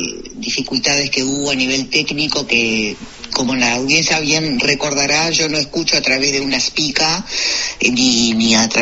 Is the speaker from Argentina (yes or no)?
no; Uruguay; lo estoy analizando como ciudadana uruguaya que sigue muy de cerca todo este fenómeno